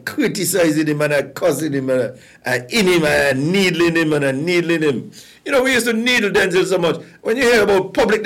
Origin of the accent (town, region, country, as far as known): St. Kitts & Nevis; moved away; also born or lived in Canada